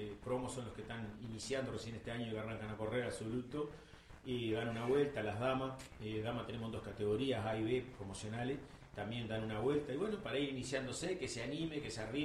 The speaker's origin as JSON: {"language": "Spanish", "region": "Buenos Aires", "country": "Argentina", "tie": "born or raised there", "said": "Toda mi vida viví lo que es a la vuelta de River, el barrio acá del asilo, acá viví ahí."}